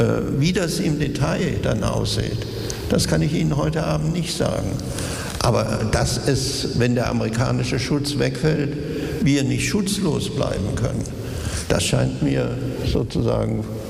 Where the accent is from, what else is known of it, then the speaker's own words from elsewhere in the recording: Germany; ich bin als Deutscher geboren. Ja, mein ganzes Leben habe ich mit der deutschen Sprache, mit der deutschen Erzählung verbracht.